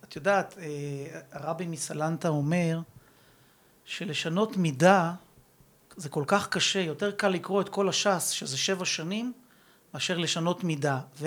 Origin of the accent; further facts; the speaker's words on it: Rishon LeZion, Central District, Israel; born there; תראי, אני נולדתי ברמת אליהו, שזו שכונה של ראשון, שכונה שהיא בעצם דומה מאוד לעיר אופקים, גם במבנה של האוכלוסייה שלה.